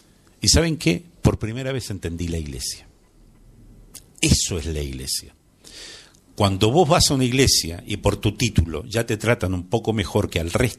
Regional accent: Buenos Aires Province, Argentina; Yo de donde vengo, es decir, de Argentina, y de una iglesia en la provincia de Buenos Aires

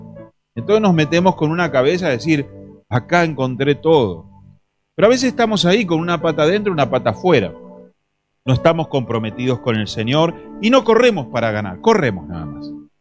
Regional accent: Argentina; Está bien que somos argentinos y creemos que somos los mejores

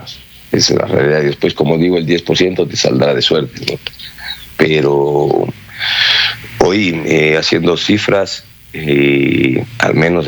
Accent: Ecuador; yo soy ecuatoriano, soy nacionalista

